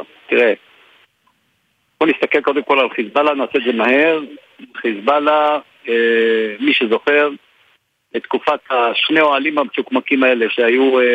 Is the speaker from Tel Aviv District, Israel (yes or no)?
no; Northern District, Israel; אני גדלתי בצפון דרך אגב, אני נולדתי במושב בליעזר וגדלתי והתחנכתי שם.